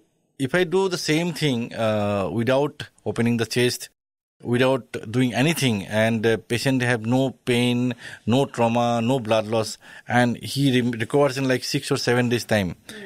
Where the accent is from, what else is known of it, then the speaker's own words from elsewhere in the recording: Assam, India; English is a second language; Because I was born and I'm basically from Assam. So at that time, there's no surgery in Northeast heart surgery.